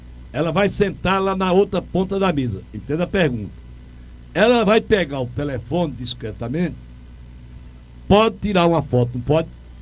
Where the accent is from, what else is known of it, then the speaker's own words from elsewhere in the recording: Toritama, Pernambuco, Brazil; Eu sou daqui de Toritama.